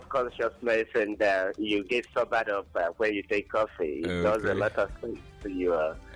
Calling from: Akeze, Ebonyi, Nigeria; I'm calling in from Akeze, Ebonyi State.

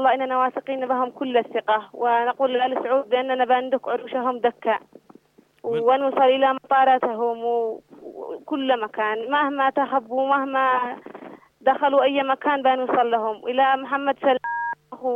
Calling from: Ibb, Yemen; من محافظة إب

